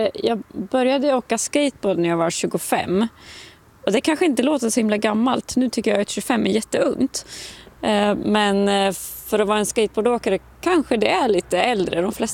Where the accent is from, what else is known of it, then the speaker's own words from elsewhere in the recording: Ulricehamn, Västra Götaland County, Sweden; moved away; Jag är ju också från södra Sverige och vi hade skidbacke där jag växte upp.